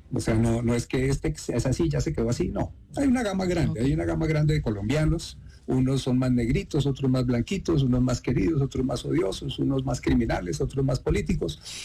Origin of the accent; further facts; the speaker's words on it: Bogotá, Colombia; Yo soy Rolo Chapinerún Ohala, pero además soy colombiano y soy colombiano y pertenezco y me miran como colombiano aquí y como Rolo Chapinerún.